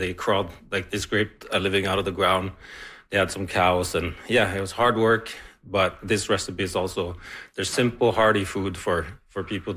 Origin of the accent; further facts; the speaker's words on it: Norway; Yeah, so just like here, Norway is a northern country, an Arctic country, and my hometown is about the same latitude as the Kajuit, so we have the same sun.